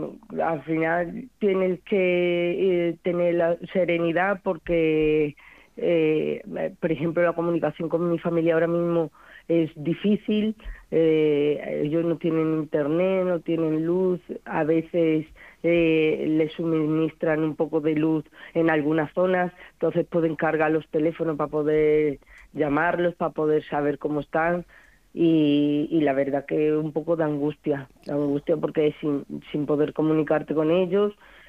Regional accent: Pereira, Risaralda, Colombia; now in Spain; yo soy de Risaralda, que es la comunidad donde más ha afectado el terremoto, y precisamente en Pereira, que es donde han caído muchísimos edificios, toda mi familia está allí, mi padre actualmente está viviendo allí

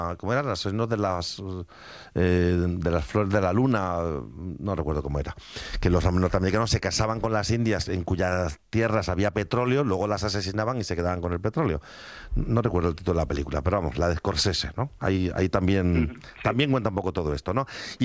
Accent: Spain

